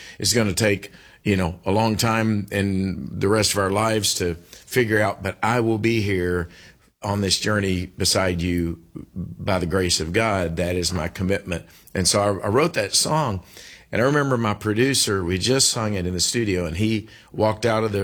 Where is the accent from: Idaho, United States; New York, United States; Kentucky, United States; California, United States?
Kentucky, United States; I am from Kentucky.